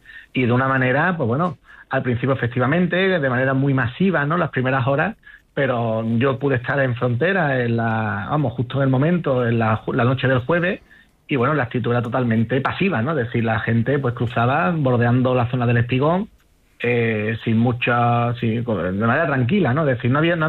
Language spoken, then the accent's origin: Spanish; Ceuta, Spain; yo personalmente, como ceutí, como español, pues muy decepcionado con el gobierno.